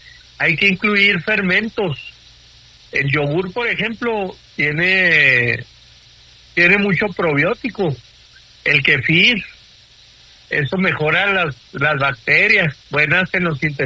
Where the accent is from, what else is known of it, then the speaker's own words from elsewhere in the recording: Mexico; A nosotros, como buenos mexicanos